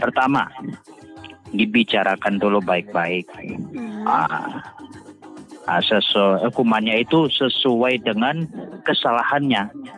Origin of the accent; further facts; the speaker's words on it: West Sumatra, Indonesia; Ya, karena kebetulan kita orang Minang ya.